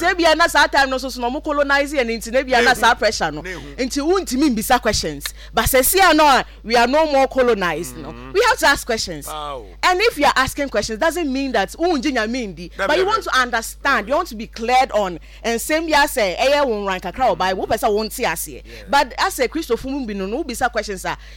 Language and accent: English; Ghana; Say, I am very disappointed as a Ghanaian.